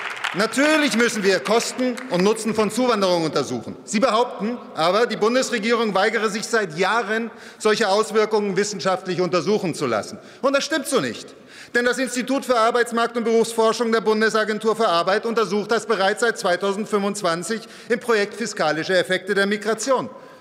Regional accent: Dresden, Saxony, Germany; ich komme aus Dresden

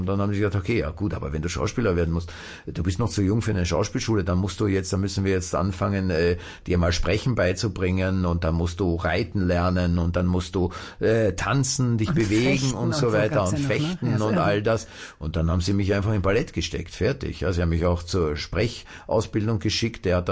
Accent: Vienna, Austria; da sind wir wieder auch beim zweiten Bezirk, wo ich aufgewachsen bin, im Rotlichtmilieu

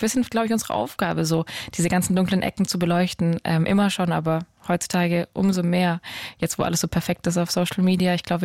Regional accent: Swabia, Germany; moved away; also born or lived in Berlin / London; ich bin ja im Schwabenland aufgewachsen.

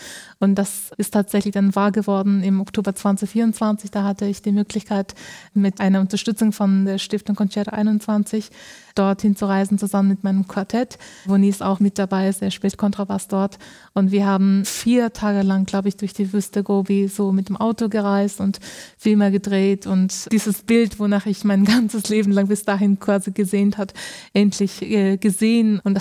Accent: Ulaanbaatar, Mongolia; moved away as an adult; Und ich bin in der Hauptstadt Mongolei geboren und dort auch 20 Jahre gelebt.

